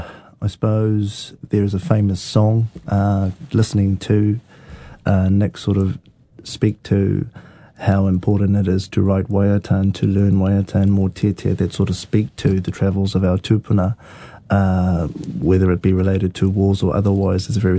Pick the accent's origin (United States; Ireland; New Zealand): New Zealand; Gisborne; I'm one of six children, born and bred in Gisborne, as we've touched on, and I suppose brought up in Kaiti, below the Titirangi Maunga there.